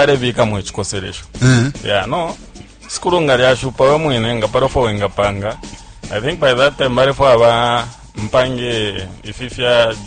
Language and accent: English; Kitwe, Copperbelt, Zambia; also born or lived in Kabwe; Yeah, nakulila sana kitwe.